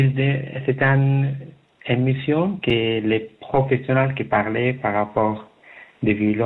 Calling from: Morges, Vaud, Switzerland; Non, vers Morges. J'habite à Morges.

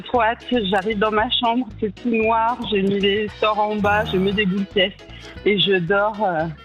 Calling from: Valais, Switzerland; Non, je suis au milieu des factures, des champs de récolte dans la plaine du Rhône.

